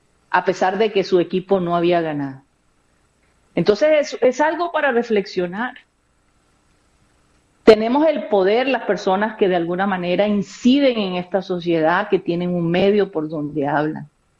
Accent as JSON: {"language": "Spanish", "country": "Colombia", "said": "decíamos que éramos colombianos, nos asociaban inmediatamente con la mafia, que son, era la minoría. Pero nosotros como colombianos llevábamos eso a cuesta."}